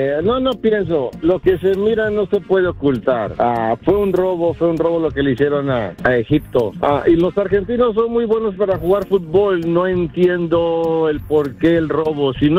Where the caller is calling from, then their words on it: Los Angeles, California, United States; Estoy hablando de aquí, de Los Ángeles